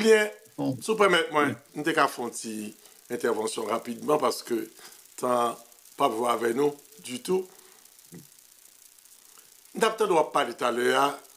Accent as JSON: {"language": "French", "country": "Haiti", "said": "c'est ça qui concerne nous en tant qu'haïtien."}